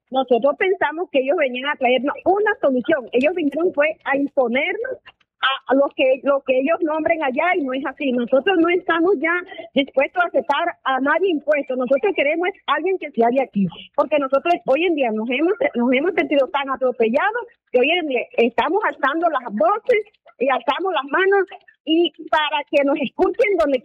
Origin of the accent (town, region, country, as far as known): La Guajira, Colombia